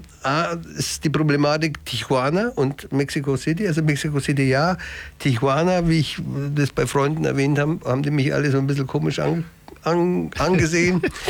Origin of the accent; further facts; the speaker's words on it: Italy; Als Italiener